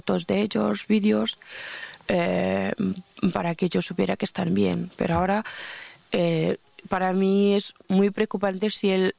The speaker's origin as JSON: {"language": "Spanish", "country": "Afghanistan", "moved": "as an adult", "lives_now": "Spain", "said": "Afganistán, sí, en unos vuelos de evacuación por Ministerio de Defensa. Y llegué a España y me recibió la ministra de Defensa en el aeropuerto de Torrejón, en Madrid."}